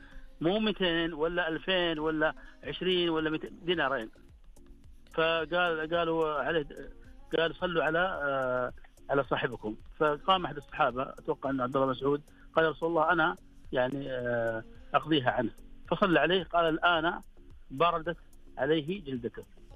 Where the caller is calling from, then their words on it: Eastern Province, Saudi Arabia; اكلمك من المنطقه الشرقيه